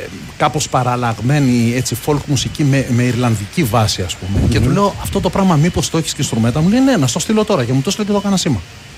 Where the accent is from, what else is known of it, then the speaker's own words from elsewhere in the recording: Ioannina, Epirus, Greece; Εγώ είμαι από τα Γιάννη.